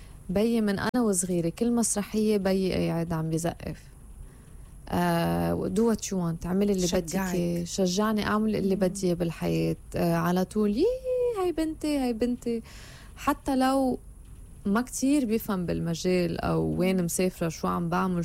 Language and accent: Arabic; Lebanon; now in Egypt; انا لما بيجي لهون بيقولوا لي انت شو احساسك كلبنانية عم تشتغلي بمصر